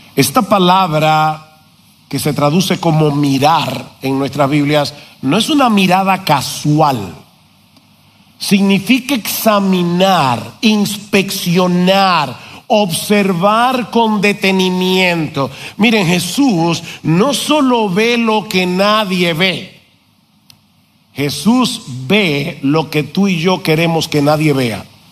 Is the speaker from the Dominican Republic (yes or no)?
yes; San Juan de la Maguana, San Juan, Dominican Republic; born there; Yo nací en San Juan de la Maguana.